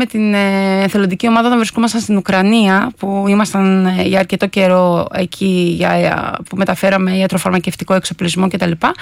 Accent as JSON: {"language": "Greek", "town": "Chania", "region": "Crete", "country": "Greece", "tie": "born or raised there", "said": "καθότι εγώ γεννήθηκα και μεγάλωσα στα Χανιά. Στα Χανιά έχουμε αμερικάνικες βάσεις, όπως γνωρίζετε"}